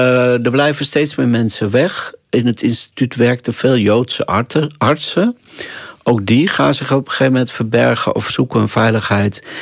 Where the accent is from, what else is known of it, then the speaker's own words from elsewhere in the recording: Netherlands; now in Belgium; In Nederland, waar ik vandaan kom, Vergeleken met VS en Engeland bijvoorbeeld en andere landen valt dat alleszins mee.